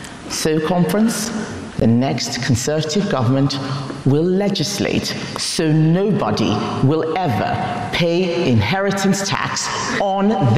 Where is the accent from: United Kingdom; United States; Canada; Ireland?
United Kingdom; I am black. I am British. I am proud of my country.